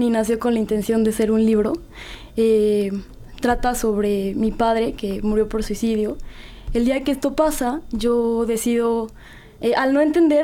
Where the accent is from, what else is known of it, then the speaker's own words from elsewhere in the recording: Puebla, Mexico; Vive en Puebla, somos todos de Puebla.